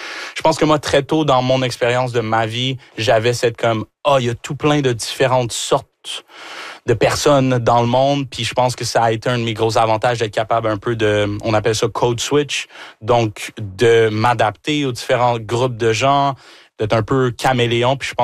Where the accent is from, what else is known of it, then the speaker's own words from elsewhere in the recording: Quebec, Canada; moi, je suis québécois de chez Québec.